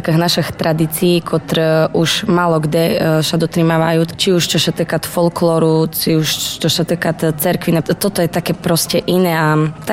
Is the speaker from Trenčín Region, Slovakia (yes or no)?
no; Jakubany, Prešov Region, Slovakia; v našom seli, kde sa my naše stretneme, Jakubianci